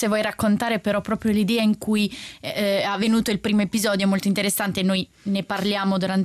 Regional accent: Portugal; Italian is a second language; moved away; io essendo portoghese sto nella redazione in portoghese.

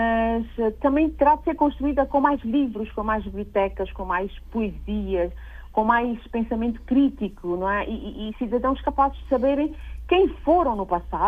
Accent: Cape Verde; Eu vou começar por falar aqui, enquanto cabo-verdiana, e valorizar a presença de Sua Excelência Presidente da República de Cabo Verde

